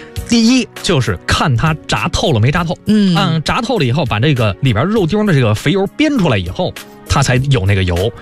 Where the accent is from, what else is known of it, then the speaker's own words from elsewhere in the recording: Beijing, China; 比如说咱们北京人吃这个炸酱，讲究什么呢？干炸，